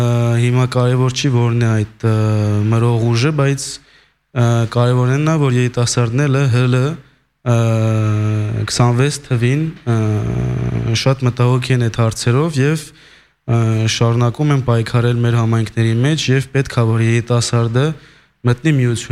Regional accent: Lyon, Auvergne-Rhône-Alpes, France; ես Լյոնից եմ, Լյոնից մի կես ժամ կամ մի քաղաք Վիեն

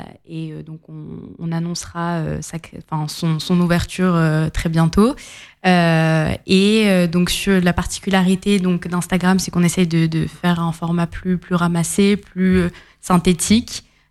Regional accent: France; Pour ma part, je suis née, j'ai grandi en France. mais dans un foyer arménien où on parlait arménien

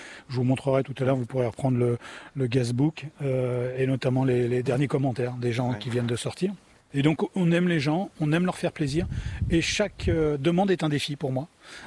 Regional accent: Brittany, France; moved away as an adult; now in Guadeloupe; Je suis breton.

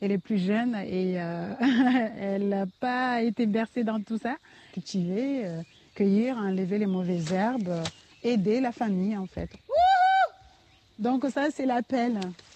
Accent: Mayotte; On a grandi à Malavouni avec mes parents.

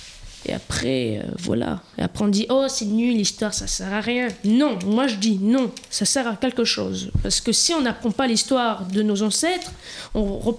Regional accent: Saint-Gaudens, Occitanie, France; born there; moi, je suis né en France, mais j'ai un peu du sang comme ça. Je suis né à Saint-Gaudens, c'est l'ancien hôpital, vous savez.

